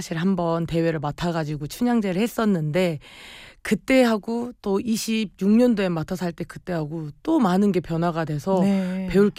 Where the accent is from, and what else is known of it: Jeonju, North Jeolla, South Korea